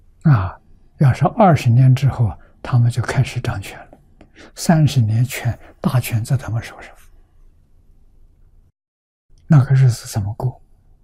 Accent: Tongcheng, Anhui, China; 从出生到十岁，我们生长在乡下，我们家乡读书人多，桐城派的根据地。

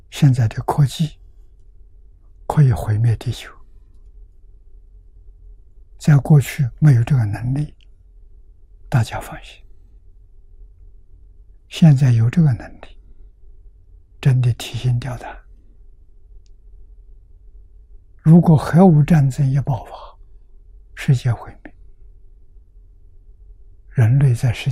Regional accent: China; 说得好啊， 我们中国人听得欢喜，外国人听得不舒服。

